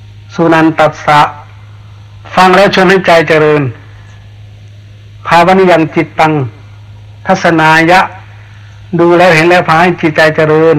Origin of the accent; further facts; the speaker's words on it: Isan, Thailand; ตอนเด็กๆจำได้ในภาคอีสานเนี่ย